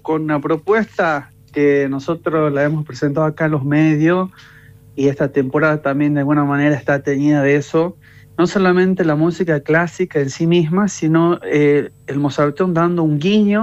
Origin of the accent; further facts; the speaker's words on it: Jujuy, Argentina; a todas las personas que llegan a nuestra provincia, le digo, son un jujeño más